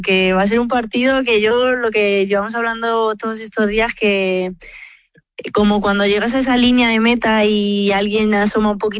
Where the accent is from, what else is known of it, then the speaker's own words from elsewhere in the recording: Community of Madrid, Spain; no soy de Ciempozuelo, pero al final sigue siendo Madrid y sigo siendo madrileña